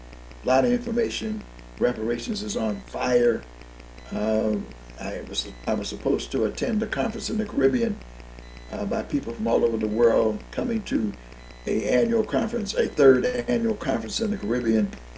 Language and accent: English; Ohio, United States; because I'm from Ohio, had met him there.